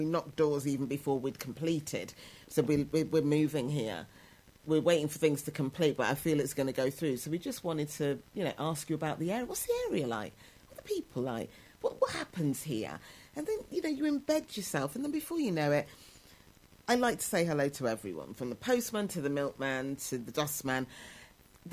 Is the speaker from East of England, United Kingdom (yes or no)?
no; Coventry, West Midlands, United Kingdom; moved away; I'm an only child. I was brought up in Coventry.